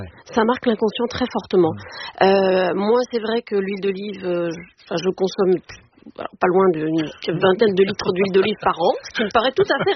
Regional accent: Tunisia; born there; Mais je suis née en Tunisie.

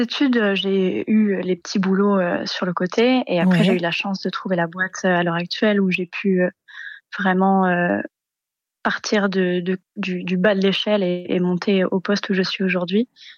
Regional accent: Réunion; born or raised there; moved away as an adult; now in Perth, Australia

